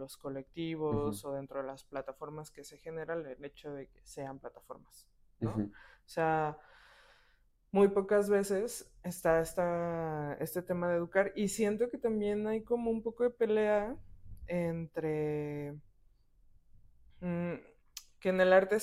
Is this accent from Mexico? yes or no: yes; Tijuana, Baja California, Mexico; yo conozco Tijuana, porque pues yo soy de Tijuana